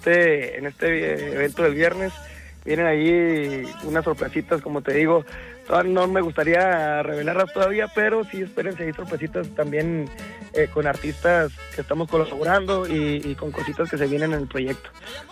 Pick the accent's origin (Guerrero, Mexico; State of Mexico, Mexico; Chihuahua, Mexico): Chihuahua, Mexico; Delicias; soy nacido en Chihuahua capital, pero yo soy de Delicias.